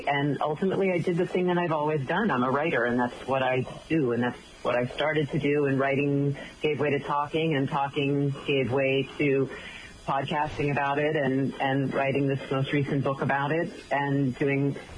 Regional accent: Massachusetts, United States; We're just north of Boston, so we were in my hometown.

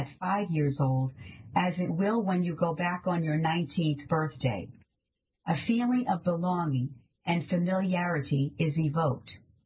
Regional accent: Newburyport, Massachusetts, United States; now in Colorado, United States; New to Colorado, I was raised in Newburyport, where my relationship with the outdoors was formed. In a tiny house on Franklin Street, just steps away from the Merrimack River

